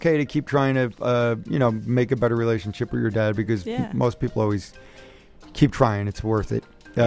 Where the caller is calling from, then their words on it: Newark, New Jersey, United States; Yeah, I'm calling from Green Street in Newark.